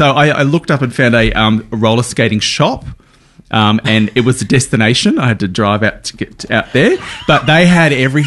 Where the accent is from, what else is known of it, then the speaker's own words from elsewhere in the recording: New South Wales, Australia; moved away; Growing up in Outback New South Wales.